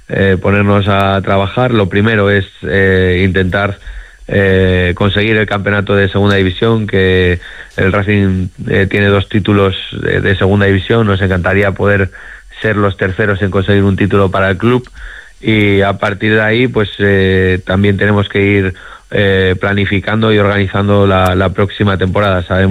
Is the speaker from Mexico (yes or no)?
no; Asturias, Spain; es curioso que estás haciendo un camino muy parecido al de mi padre en Gijón, tú aquí en Cantabria, siendo el cántabro y yo asturiano.